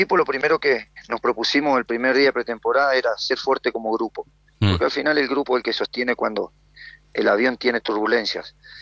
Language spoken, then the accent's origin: Spanish; Argentina; now in Peru; Y más en mi país, que lo quiero mucho.